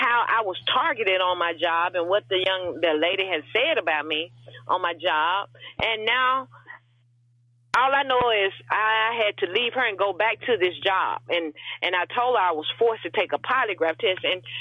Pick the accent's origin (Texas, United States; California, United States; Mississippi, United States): Mississippi, United States; Hazlehurst; I grew up here, and we are originally from Hazelhurst, Mamie too.